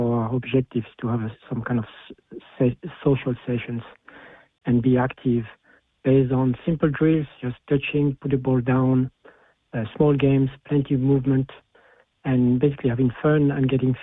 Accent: Paris, Île-de-France, France; moved away as an adult; also born or lived in Switzerland / Brussels; now in Carrigart, Ireland

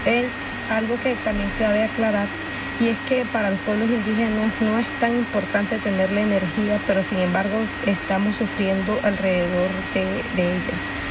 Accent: La Guajira, Colombia; yo vengo de la Guajira, Colombia.

